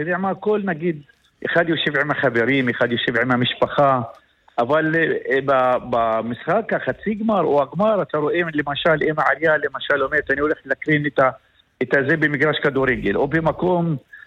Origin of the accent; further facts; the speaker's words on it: Italy; למען האמת, אני מאוד מאוכזב, כי אני איטלקי, וצר לי שנבחרת איטליה, לא במונדיאל.